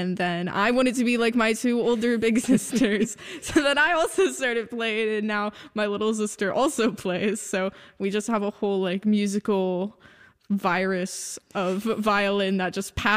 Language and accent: English; Colorado, United States; born there; And so I was born in Colorado, so there's a big community out west.